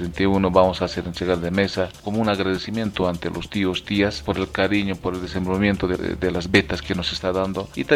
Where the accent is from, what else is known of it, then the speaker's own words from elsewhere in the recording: Bolivia; como todo boliviano que llevamos en el corazón rojo, amarillo, verde